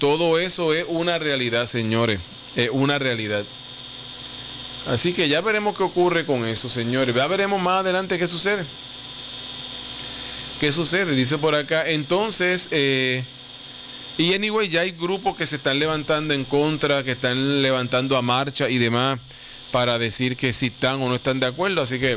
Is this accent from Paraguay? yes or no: no; Puerto Rico; Mira, somos todos puertorriqueños